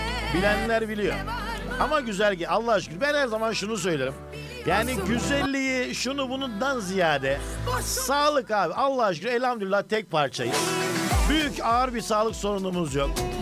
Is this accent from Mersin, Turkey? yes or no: yes; Mersin, Turkey; born or raised there